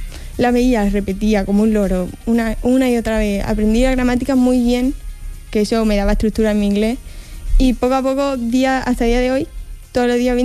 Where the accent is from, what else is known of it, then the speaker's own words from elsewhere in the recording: Spain; Y fue mi primera vez en un avión, la primera vez que salí de España.